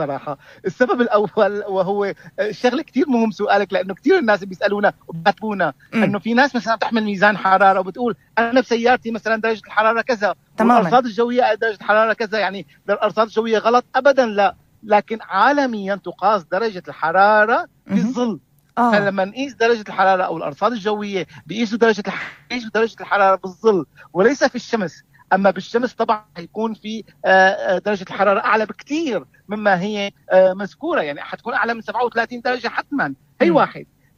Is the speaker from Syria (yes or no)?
yes; Syria; الصيف الاساسي عندنا بسوريا